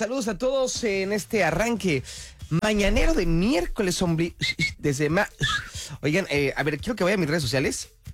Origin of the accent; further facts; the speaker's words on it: Mexico; Pero sí somos, como buenos mexicanos, curiosos, por no decir chismosos.